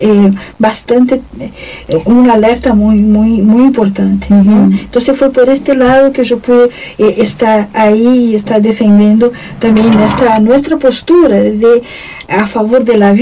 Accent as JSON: {"language": "Spanish", "country": "Brazil", "second_language": "Spanish", "lives_now": "Uruguay", "said": "Entonces ahí pude hablar y nadie me dijo que y yo era extranjera, ¿no? Mm. Bueno, ya de inicio dije, bueno, soy brasileña, así que perdonen alguna."}